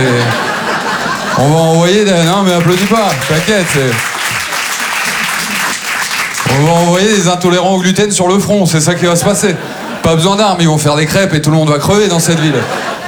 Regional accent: Maubeuge, Hauts-de-France, France; born or raised there

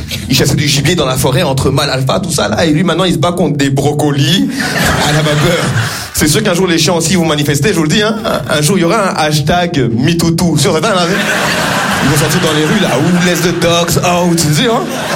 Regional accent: Rwanda; Surtout parce que je suis un Rwandais rare, tu vois. Je suis un Rwandais qui existe.

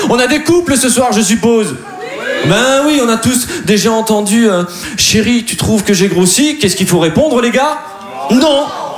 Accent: Dunkirk, Hauts-de-France, France; Et ben moi, je suis de Dunkerque.

